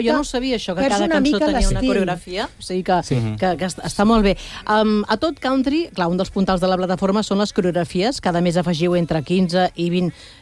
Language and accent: Catalan; Catalonia, Spain; Jo soc molt catalana